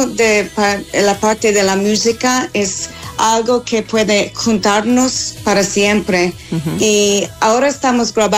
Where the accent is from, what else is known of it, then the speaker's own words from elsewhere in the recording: Dundalk, County Louth, Ireland; Spanish is a second language; Pues no, el violín no era una cura en mi pueblo.